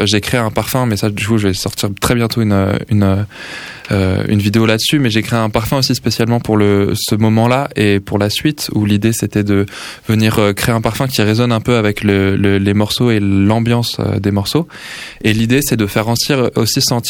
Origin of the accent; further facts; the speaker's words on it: Île-de-France, France; now in Toulouse, France; moi je viens pas de Toulouse à la base, je viens du 93